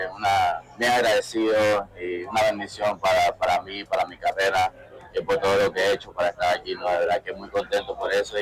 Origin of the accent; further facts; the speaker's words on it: Panama; cada vez que vivo en Panamá creo que es un sentimiento diferente.